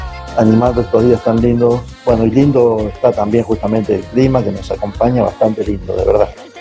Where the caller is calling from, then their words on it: La Punta, San Luis, Argentina; de Ciudad de la Punta.